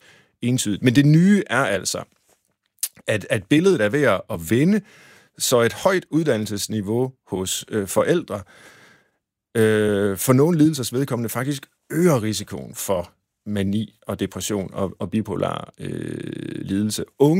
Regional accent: Tjørring, Central Denmark Region, Denmark; jeg er vokset op ved Gøstrup, altså i Tjørring, men det ligger lige ved siden af, og vi legede på engen, som førte os ned til Gøstrup.

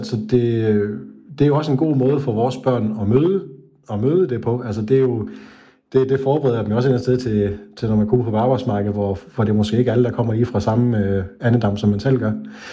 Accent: Region of Southern Denmark, Denmark; now in Odense, Denmark; så er vi jo tilflyttere fra Sønderjylland, så vi kendte ikke faktisk overhovedet landskabet i Odense

